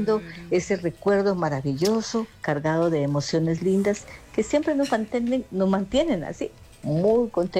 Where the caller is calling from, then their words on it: Cali, Valle del Cauca, Colombia; les saludo desde Cali.